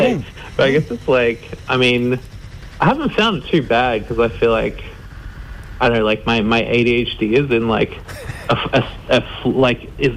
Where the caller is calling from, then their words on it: West Footscray, Victoria, Australia; Yeah, I'm in Narm. I'm in West Footscray.